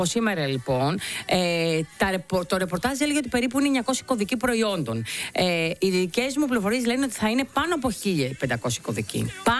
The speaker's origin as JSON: {"language": "Greek", "region": "Western Greece", "country": "Greece", "tie": "born or raised there", "said": "εμένα στο χωριό μου, επειδή πήγα, είχε πάρα πολύ κόσμο και όλα τα χωριά στην Ηλία"}